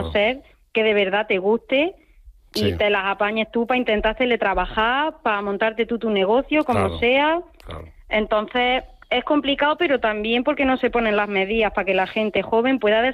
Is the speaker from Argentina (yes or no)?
no; Villacarrillo, Andalusia, Spain; cuando voy de visita a mi pueblo, en Villacarrillo y en Jaén